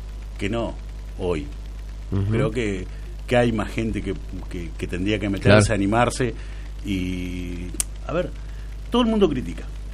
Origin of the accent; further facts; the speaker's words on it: Junín, Argentina; Somos gente de Junín, nos conocemos todos.